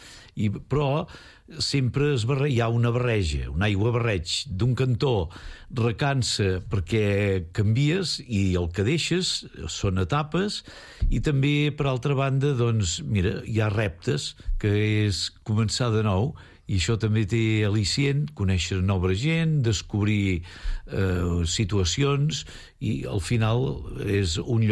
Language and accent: Catalan; Hostalets d'en Bas, Catalonia, Spain; moved away; also born or lived in Rupit i Pruit / Figueres / Banyoles / Malgrat de Mar; Però als 4 anys vaig anar a Hostalets d'en Bas, i llavors jo sempre dic: soc d'Hostalets, perquè simplement doncs vaig estar 4 anyets que no recordo, de Rupit i Pruit, i he acabat doncs a Hostalets, i per tant de la Vall d'en Bas.